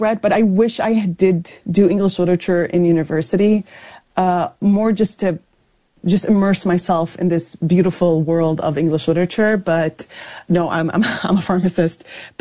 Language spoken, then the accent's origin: English; Canada; moved away as an adult; also born or lived in Syria; now in Switzerland; I'm Canadian, but I'm also Syrian.